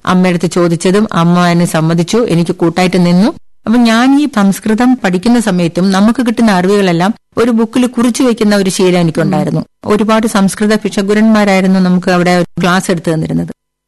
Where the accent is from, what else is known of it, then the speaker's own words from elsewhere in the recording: Thiruvananthapuram, Kerala, India; ഞാൻ പൂജപ്പുരയിലാണ് ജനിച്ചു വളർന്നത്. അച്ഛനും അമ്മയും നമ്മൾ 4 മക്കളുമായിരുന്നു.